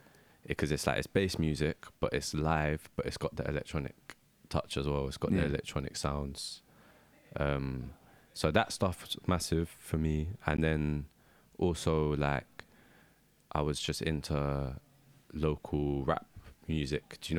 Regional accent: London, United Kingdom; so I'm from Hackney.

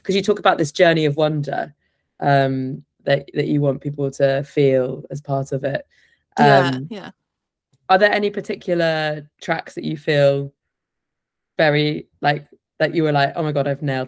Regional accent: Plymouth, South West England, United Kingdom; And I grew up in Plymouth by the seaside in a very homophobic town that was not like diverse, quote unquote diverse, in any way

